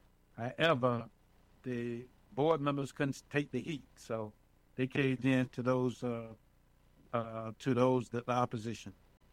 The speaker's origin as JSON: {"language": "English", "town": "Norfolk", "region": "Virginia", "country": "United States", "tie": "born or raised there", "also_born_or_lived": "New York", "moved": "as an adult", "said": "And basically, I grew up in Norfolk, Virginia. And I left Virginia after graduating from Norfolk State in 1970."}